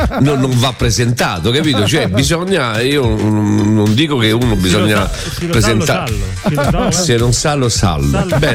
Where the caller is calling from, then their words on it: Rome, Lazio, Italy; io essendo romano